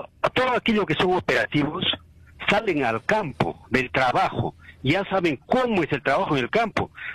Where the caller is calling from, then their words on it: Puno, Peru; en Moravia